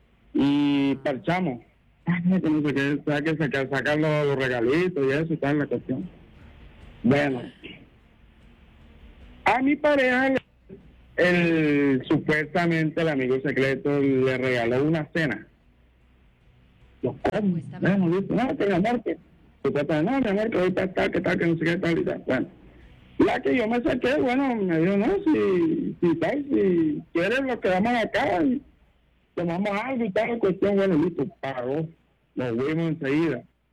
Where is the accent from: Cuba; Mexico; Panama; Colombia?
Colombia; Caribbean Region; O sea, yo vivo acá en el Salvaje, pero yo soy costeño.